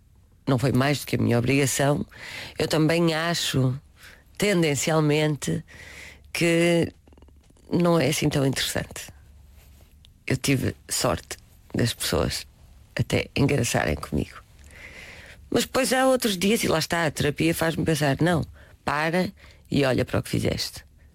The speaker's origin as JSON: {"language": "Portuguese", "country": "Portugal"}